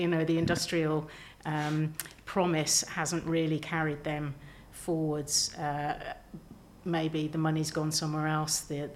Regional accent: Walsall, West Midlands, United Kingdom; also born or lived in New Zealand; now in Staffordshire, United Kingdom; But I grew up in Walsall in the West Midlands. And then I've lived most of my life in Aotearoa, New Zealand. And so I've only been back in the UK for about 5 years.

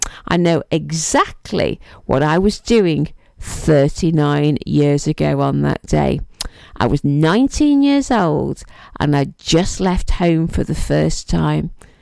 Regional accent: Stoke-on-Trent, West Midlands, United Kingdom; moved away as an adult; also born or lived in London; So that means I've lived more of my life in the capital than my hometown of Stoke. I mean, I always joke I'm an honorary East Ender

